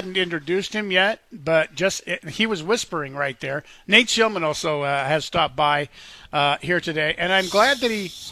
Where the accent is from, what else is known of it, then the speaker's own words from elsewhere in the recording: Nezperce, Idaho, United States; I grew up in Nespers, Idaho. We didn't have a store, for crying out loud, until I was like 10.